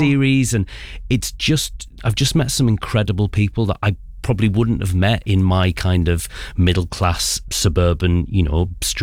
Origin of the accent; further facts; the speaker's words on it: Middlesbrough, North East England, United Kingdom; the beautiful town of Middlesbrough, my hometown, and a place that I think has been so overlooked for so many years.